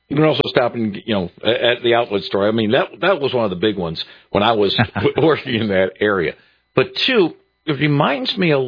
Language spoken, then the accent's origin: English; Detroit, Michigan, United States; When I grew up in the Detroit area, there was Mort Neff, Jerry Chapetta.